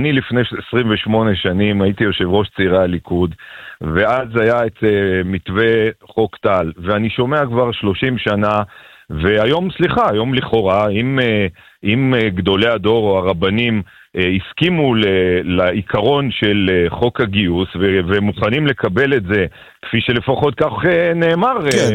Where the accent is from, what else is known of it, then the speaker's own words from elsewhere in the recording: Jerusalem, Jerusalem District, Israel; ואני שגדלתי בציונות הדתית ובישיבת נתיב מאיר בירושלים